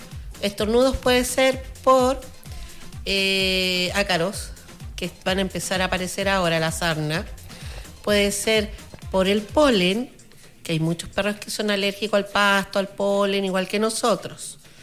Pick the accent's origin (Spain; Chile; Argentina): Chile; Y uno, como buen chileno...